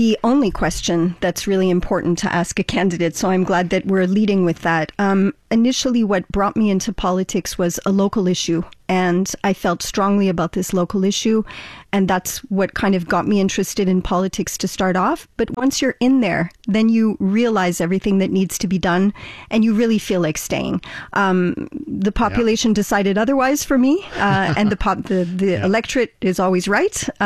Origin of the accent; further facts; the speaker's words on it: Ontario, Canada; born there; moved away as an adult; now in Quebec, Canada; as an English speaker, as somebody who's born in Ontario mm-hmm. And moved to Quebec as a young adult, it's really important that we have that connection with Canada.